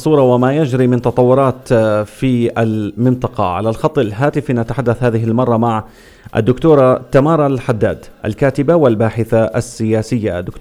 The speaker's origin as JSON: {"language": "Arabic", "country": "Palestine", "said": "كيف حياتنا كفلسطينيين رح تكون بالايام القادمة"}